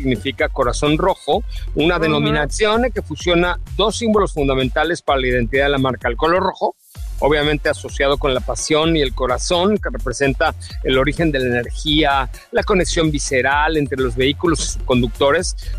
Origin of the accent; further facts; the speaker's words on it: Mexico; Así somos un poco los mexas